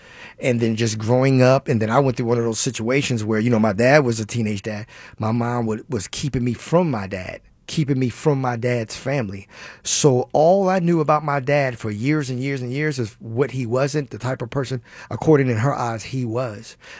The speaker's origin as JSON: {"language": "English", "town": "Baltimore", "region": "Maryland", "country": "United States", "moved": "yes", "said": "I'm originally from Baltimore."}